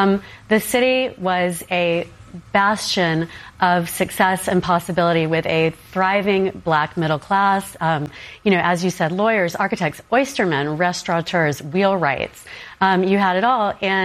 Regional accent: Wilmington, North Carolina, United States; moved away; You know, I grew up in Wilmington. I was born there in 1980.

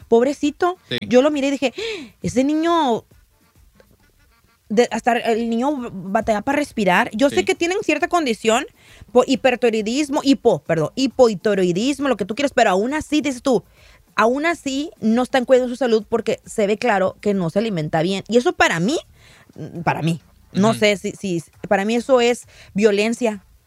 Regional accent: Mexico; Tú y yo somos mexicanos, güey. Estamos acostumbrados a pan.

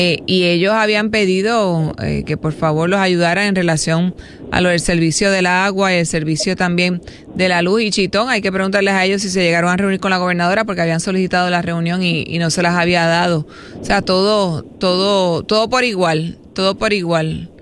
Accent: Patillas, Puerto Rico; also born or lived in Arroyo, Puerto Rico / Guayama, Puerto Rico; Guayama, yo estudié allí en la Academia San Antonio, que ya no está. Nací en Arroyo, que es hermoso, y en Patillas, ahí fue que yo me crié.

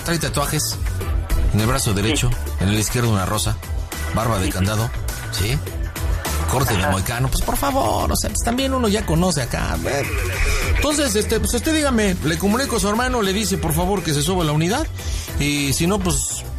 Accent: State of Mexico, Mexico; A Dios no ser poblano y soy del Estado de México, cabrón, si no, mira...

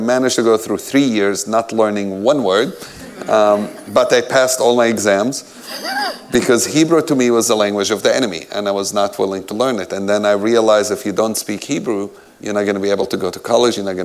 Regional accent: Jerusalem, Palestine; I grew up in Jerusalem. I'm the youngest of seven children.

